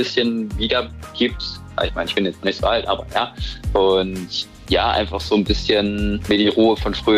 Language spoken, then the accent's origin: German; Flensburg, Schleswig-Holstein, Germany; Ansonsten sehe ich mich auch gerne in Flensburg. Da bin ich auch aufgewachsen quasi.